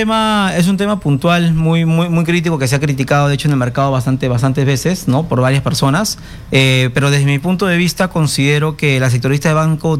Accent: Lima, Peru; born there; Yo nací acá en Lima, ya yo soy tercera generación.

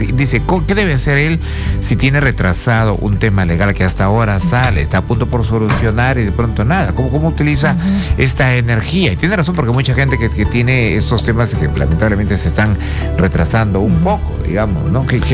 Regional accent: Talara, Piura, Peru; Talara, mi tierra.

